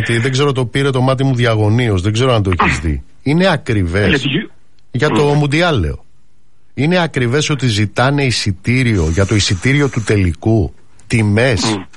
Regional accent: Western Greece, Greece; moved away; Στην πατρίδα μου, κάτω στην Ηλία και στην Αχαΐα

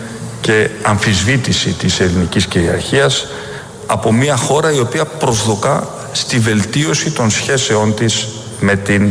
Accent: Greece; Η πατρίδα μου είναι μια ειρηνική χώρα, η οποία δεν συνιστά απειλή για κανέναν. Δεν θα δεχθεί όμως και υποδείξεις από κανέναν για το πώς θα ενισχύσει την αμυντική της θωράκιση.

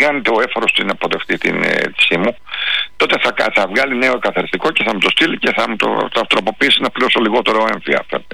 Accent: Chania, Crete, Greece; στα Χανιά, στην πατρίδα μου, που λέω τώρα εγώ.

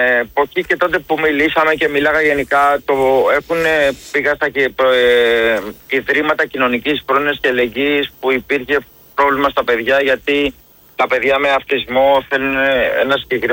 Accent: Greece; ότι είμαστε Έλληνες

